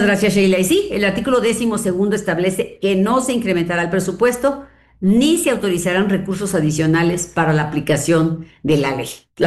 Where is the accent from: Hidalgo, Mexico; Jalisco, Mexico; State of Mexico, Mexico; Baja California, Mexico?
Hidalgo, Mexico; Mira, yo soy de Hidalgo.